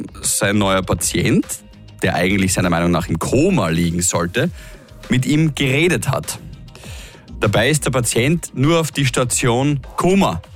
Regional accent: Austria

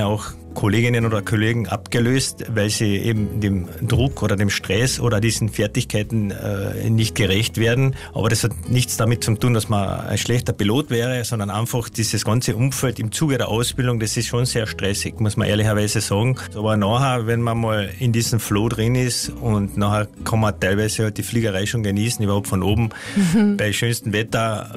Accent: Finkenstein am Faaker See, Carinthia, Austria; born there; now in Klagenfurt, Austria; kennen mich eigentlich alle Einsatzorganisationen als … Ich bin gebürtiger Finkensteiner, in Klagenfurt lebend. Und ich bin sehr heimatverbunden, bin auch seit 46 Jahren Mitglied der Trachtenkapelle Finkenstein-Fahrkasse, wo ich das Flügelhorn spiele.

